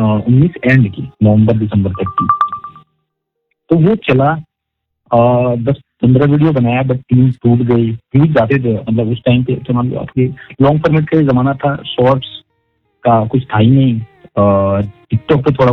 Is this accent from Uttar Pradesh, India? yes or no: no; Bihar, India; now in Faridabad, India; तो पहली बार मैं बिहार से यहाँ आया दिल्ली, दिल्ली में कहा फरीदाबाद